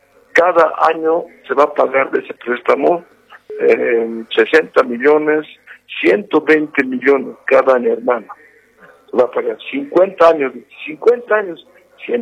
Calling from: Cochabamba, Bolivia; aquí hablan desde Cochabamba, zona sur.

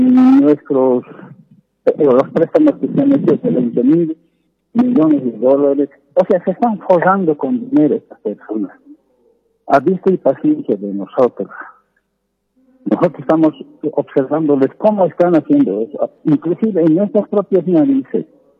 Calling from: La Paz, Bolivia

